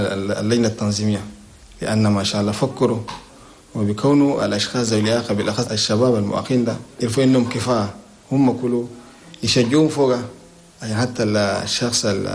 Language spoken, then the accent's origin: Arabic; Chad; بلدنا تشاد.